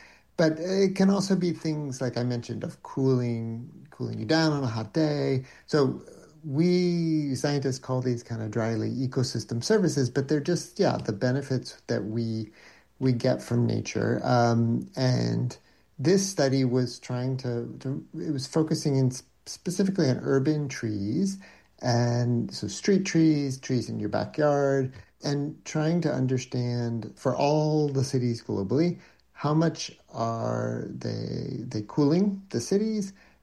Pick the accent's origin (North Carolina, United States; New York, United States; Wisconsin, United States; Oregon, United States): North Carolina, United States; moved away as an adult; also born or lived in Massachusetts; I'm from North Carolina, the south of the U.S., and sort of fell in love with, you know, wild nature there, playing around in the southern Appalachians, sandhills, and then actually lived a bit in Massachusetts